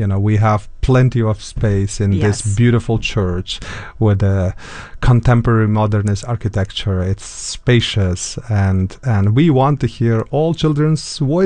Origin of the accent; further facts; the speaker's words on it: Uzbekistan; first language Uzbek; English is a second language; moved away; I come from Uzbekistan